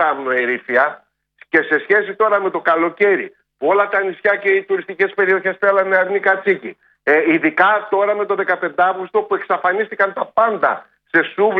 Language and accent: Greek; Epirus, Greece; οι μικρές παραγωγές που ξέραμε εμείς που μεγαλώσαμε στην Ήπεθρο